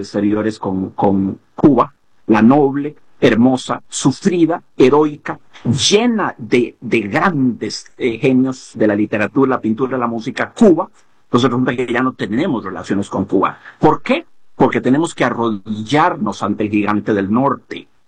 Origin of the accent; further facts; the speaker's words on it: Costa Rica; a mí me da vergüenza decir que soy costarricense